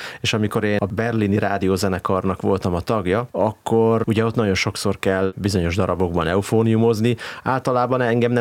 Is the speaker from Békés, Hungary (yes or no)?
yes; Tótkomlós, Békés, Hungary; born there; Még gyerekként Tóth Komlóson az evangélikus templomban